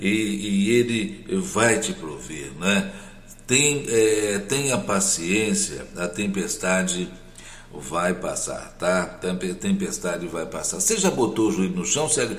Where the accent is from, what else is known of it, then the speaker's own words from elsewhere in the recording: Brazil; Eu sou brasileiro, né? Brasileiro torce para o Brasil.